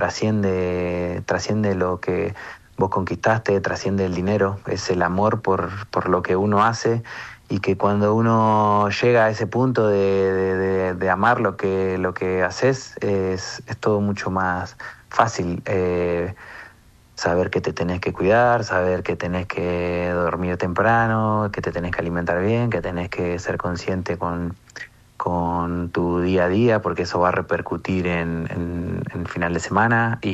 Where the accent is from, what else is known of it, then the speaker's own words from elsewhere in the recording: Argentina; moved away as an adult; now in Brazil; somos cuatro argentinos que vamos a estar seguramente ahí